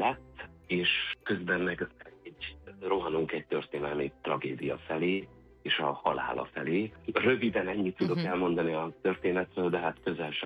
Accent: Hungary; és összenéztünk mi 7000 magyarok ott

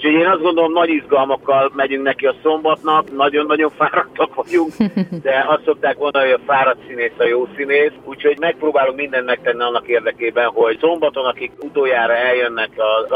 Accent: Nyíregyháza, Szabolcs-Szatmár-Bereg, Hungary; aminek lesz Nyíregyházán is, hogyha ott jársz éppen a szülővárosunkban, akkor gyere, szeretettel várunk.

